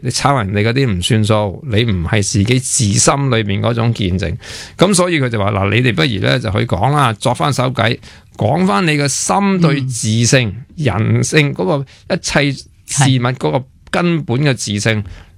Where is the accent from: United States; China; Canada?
China; Guangdong; 六祖系我哋广东人啊嘛，